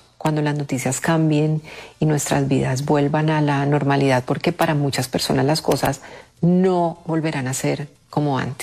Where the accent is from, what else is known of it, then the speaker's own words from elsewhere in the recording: Colombia; eso me alegra profundamente porque así somos los colombianos, empáticos, considerados.